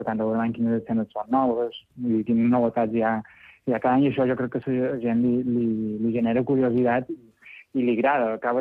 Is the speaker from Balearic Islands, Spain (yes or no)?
yes; Alcúdia, Balearic Islands, Spain; jo som del Cudi